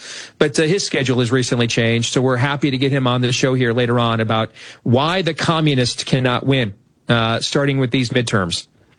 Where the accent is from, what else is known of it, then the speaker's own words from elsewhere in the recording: Iowa, United States; my home state of Iowa